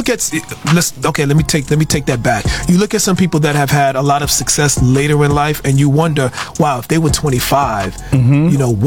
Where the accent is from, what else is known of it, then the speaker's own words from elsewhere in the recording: Brooklyn, New York, United States; Right, we from New York. Yeah, I'm from Brooklyn.